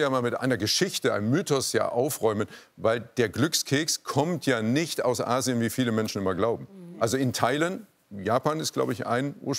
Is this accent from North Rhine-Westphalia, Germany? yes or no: no; Leipzig, Saxony, Germany; denn er kommt aus meiner Heimatstadt Leipzig.